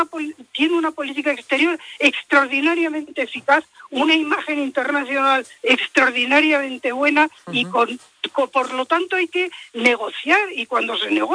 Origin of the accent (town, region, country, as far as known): Spain